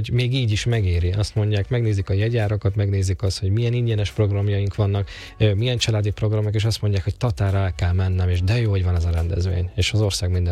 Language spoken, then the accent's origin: Hungarian; Salgótarján, Nógrád, Hungary; voltak tehetséges zenekarok a Salgótarjánban, én onnan származom